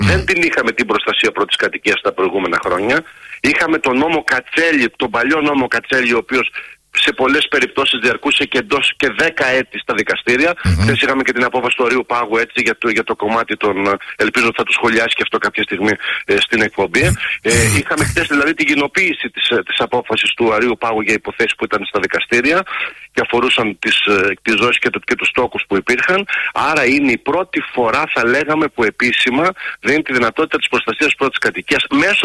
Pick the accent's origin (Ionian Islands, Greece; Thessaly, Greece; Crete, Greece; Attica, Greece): Thessaly, Greece; Larissa; και επειδή είμαι από το Θεσσαλικό κάμπο, καταγωγή μου είναι από τη Λάρισα σαν καταγωγή